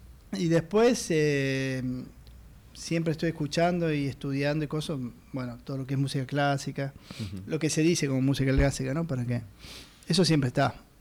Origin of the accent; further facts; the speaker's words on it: Córdoba, Argentina; now in Buenos Aires, Argentina; Me estaba viniendo de Córdoba 2001, 2002, y por esa época también.